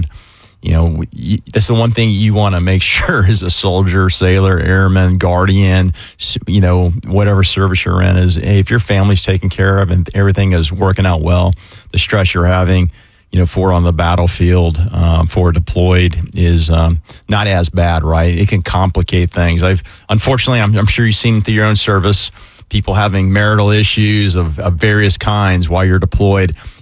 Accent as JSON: {"language": "English", "town": "Orange Park", "region": "Florida", "country": "United States", "tie": "born or raised there", "said": "But I grew up in Orange Park. You know, I moved here when I was three, and, you know, I went to Orange Park High"}